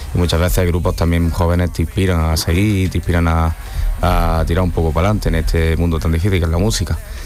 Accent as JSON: {"language": "Spanish", "town": "Granada", "region": "Andalusia", "country": "Spain", "said": "Siendo españoles, granadinos y tal, uh-huh. Lo normal sería cantar en español."}